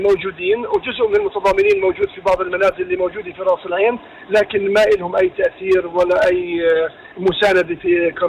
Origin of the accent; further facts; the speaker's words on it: Palestine; يعني إحنا ريف فلسطيني،